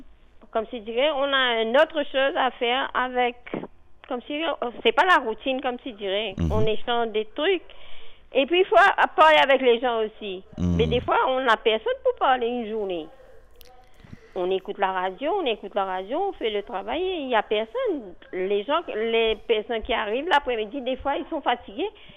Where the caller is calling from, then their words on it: Moka, Mauritius; j'habite à Moka.